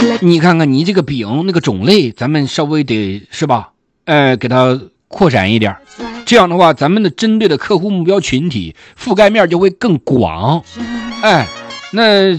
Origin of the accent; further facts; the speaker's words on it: Shandong, China; 可能山东人这个口味，哎，跟其他地方的口味它不太一样